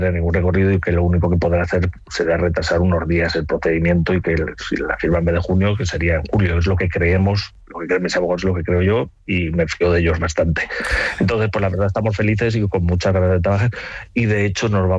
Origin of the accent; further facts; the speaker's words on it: Aragon, Spain; Yo soy aragonés